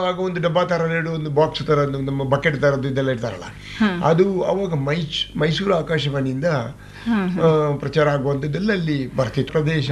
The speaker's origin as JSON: {"language": "Kannada", "region": "Karnataka", "country": "India", "tie": "born or raised there", "said": "ಮೂಲತಃ ನಾನು ಬಾಣೆ ಮಂಗಳೂರಿನ ಹತ್ತಿರ ಬಂಟ್ವಾಳ ತಾಲೂಕಿನಲ್ಲಿ ಗ್ರಾಮ ಅಲ್ಲಿ ಯಾವುದೇ ಸೌಕರ್ಯಗಳಿಲ್ಲ. ನಡ್ಕೊಂಡು ಹೋಗ್ಬೇಕು ಪೇಟೆಯಿಂದ 5-6 kilometers ನಡ್ಕೊಂಡು ಹೋಗಿದ್ದು."}